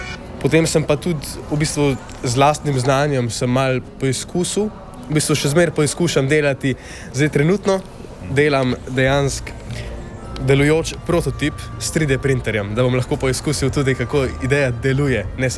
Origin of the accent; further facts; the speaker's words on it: Škofja Loka, Upper Carniola, Slovenia; now in Vipava, Slovenia; sem dijak Škofijske gimnazije Vipava. V bistvu sem iz Škofje Loke, zato sem pa tudi v dijaškem domu v Vipavi.